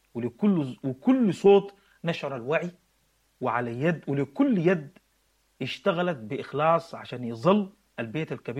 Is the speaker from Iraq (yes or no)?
no; Sudan